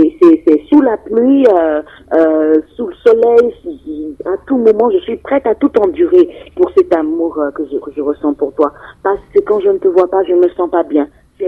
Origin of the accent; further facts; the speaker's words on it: Benin; born there; also born or lived in Parakou, Benin; Ma mère est de Agon-Likové, je suis née à Agon-Likové